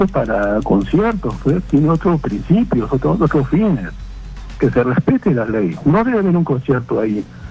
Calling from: Lima, Peru; Yo vivo en Magdalena del Mar, vivo al lado.

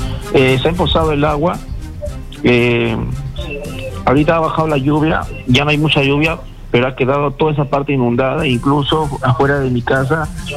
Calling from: Lima, Peru; de Villa El Salvador.

